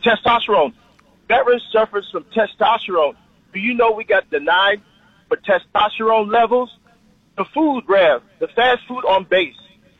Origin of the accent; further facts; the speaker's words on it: New York, United States; I grew up in New York. I'm proud of where I'm come from. I got Ebonics in my vocabulary, okay?